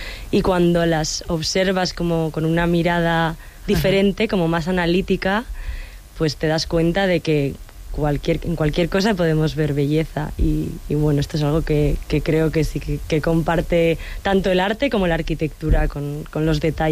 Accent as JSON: {"language": "Spanish", "town": "Santander", "region": "Cantabria", "country": "Spain", "tie": "born there", "also_born_or_lived": "Zaragoza", "moved": "yes", "said": "yo nací en Zaragoza, pero muy pequeña me vine a vivir a Santander y estuve aquí viviendo varios años, entonces digamos que siempre me he sentido un poco cántabra en una parte de mi corazón, así que siempre vuelvo aquí."}